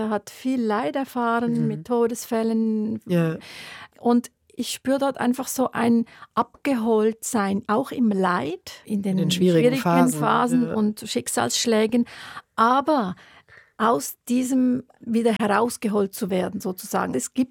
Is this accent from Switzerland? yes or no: yes; Switzerland; Bei uns als Schweizerin, genau.